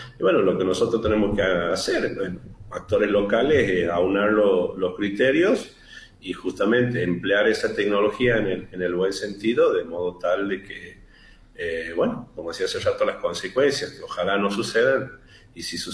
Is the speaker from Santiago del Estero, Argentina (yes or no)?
yes; Tintina, Santiago del Estero, Argentina